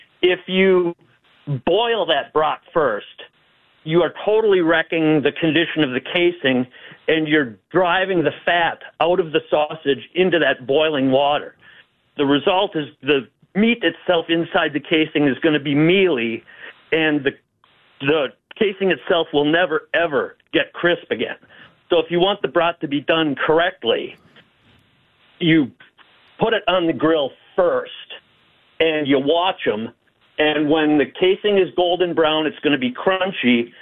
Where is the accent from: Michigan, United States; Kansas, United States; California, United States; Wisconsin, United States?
Wisconsin, United States; Sheboygan; now in Marengo, United States; I was raised in Sheboygan.